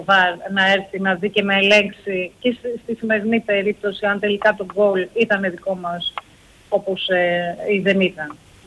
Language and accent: Greek; Greece